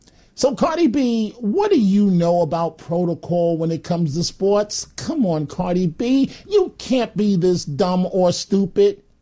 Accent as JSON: {"language": "English", "town": "Bronx", "region": "New York", "country": "United States", "said": "We're both from the Bronx."}